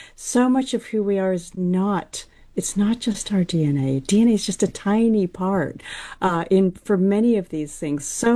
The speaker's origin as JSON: {"language": "English", "country": "Canada", "moved": "yes", "said": "I'm from Canada, but I've lived in this country long enough"}